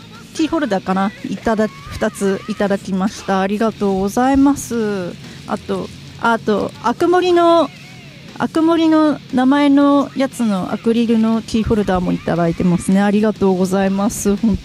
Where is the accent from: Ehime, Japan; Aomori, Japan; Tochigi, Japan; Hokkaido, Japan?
Hokkaido, Japan; こっちから北海道民なんで、